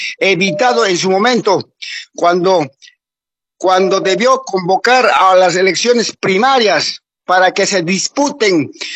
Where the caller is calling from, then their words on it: Warnes, Santa Cruz, Bolivia; desde Satélite Norte, Guarnes.